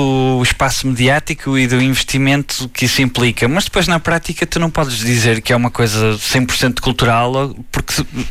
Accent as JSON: {"language": "Portuguese", "town": "Barcelos", "region": "Norte", "country": "Portugal", "tie": "born or raised there", "said": "eu sou de Barcelos"}